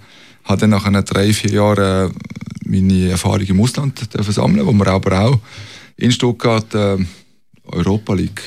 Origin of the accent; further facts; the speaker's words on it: Basel, Basel-Stadt, Switzerland; für mich als Basler